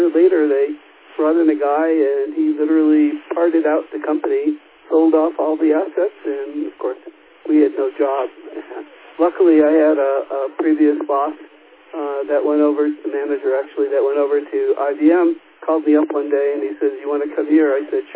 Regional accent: California, United States; also born or lived in Bay Area; But I think moving to the Bay Area probably was the best decision I ever made. And we came from Southern California, and I really liked living in the Bay Area.

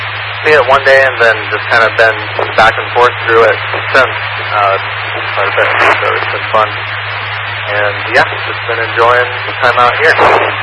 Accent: Seattle, Washington, United States; born there; I mean, I was born in Seattle as well, but didn't grow up around here

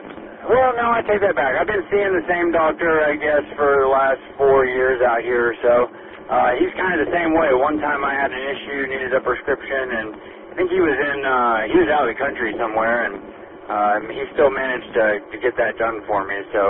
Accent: Chattanooga, Tennessee, United States; moved away; until I moved from Chattanooga, I'm from Chattanooga, Tennessee

